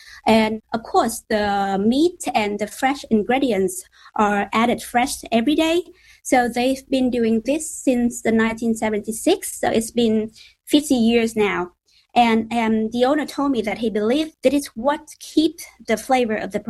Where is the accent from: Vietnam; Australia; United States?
Vietnam; About this, I am not really nervous because I'm from Vietnam.